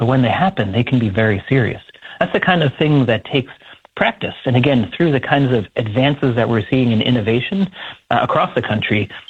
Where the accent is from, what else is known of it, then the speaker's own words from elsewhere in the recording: North Carolina, United States; my hometown in North Carolina